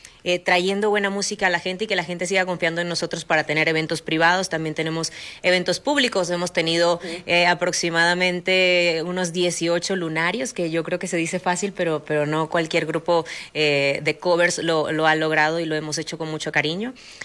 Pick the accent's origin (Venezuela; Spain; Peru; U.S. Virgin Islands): Venezuela; Yo, por ejemplo, soy venezolana